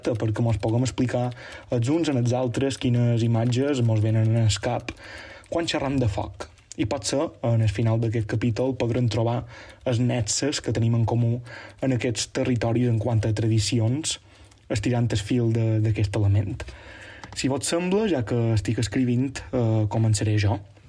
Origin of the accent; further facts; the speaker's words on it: Sa Pobla, Balearic Islands, Spain; jo xerraré d'allò que més conec, de Sant Antoni del meu poble. A principis de gener s'omple el municipi amb un olor forta, a fusta consumida pel foc, a pólvora també.